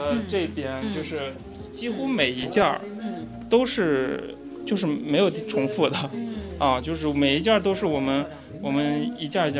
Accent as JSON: {"language": "Chinese", "town": "Xi'an", "region": "Shaanxi", "country": "China", "tie": "born or raised there", "said": "我是西安本地人，"}